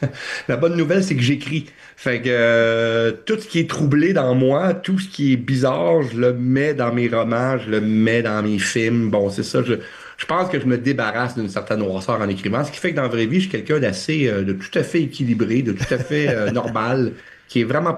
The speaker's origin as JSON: {"language": "French", "town": "Drummondville", "region": "Quebec", "country": "Canada", "tie": "born or raised there", "moved": "as an adult", "said": "Je suis à Drummondville jusqu'à l'université, en fait, donc jusqu'à peu près 19 ans. Dans ce coin-là. Puis j'y retourne encore assez souvent parce que mes parents habitent là, ma sœur habite là. Dans tous mes romans, je parle de Drummondville parce que oui, c'est une façon de rendre hommage à ma ville natale."}